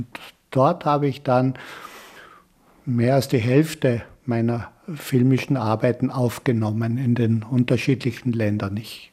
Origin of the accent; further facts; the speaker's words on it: Kötschach-Mauthen, Carinthia, Austria; Also ich habe mir immer Flachdächer gewünscht, die in der Gegend, wo ich aufgewachsen bin, nicht funktioniert haben. Roland Reiner hat dort eine Kirche geplant, in Kötschach-Mauten, eine evangelische Kirche.